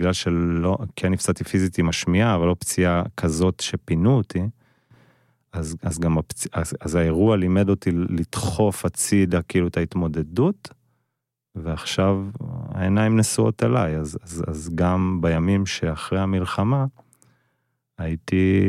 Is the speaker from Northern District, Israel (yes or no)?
yes; Kfar Tavor, Northern District, Israel; גדלתי בכפר תבור